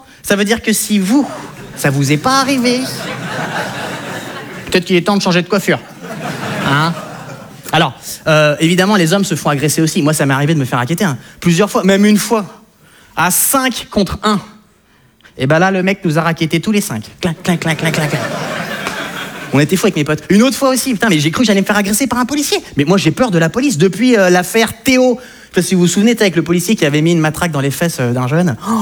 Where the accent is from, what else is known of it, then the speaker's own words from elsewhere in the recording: France; Moi ce qui est un petit peu de rigolo chez moi, c'est qu'en fait je suis français, mais j'ai des origines hollandaises, belges, françaises, mongoles, chinoises, turques et suédoises.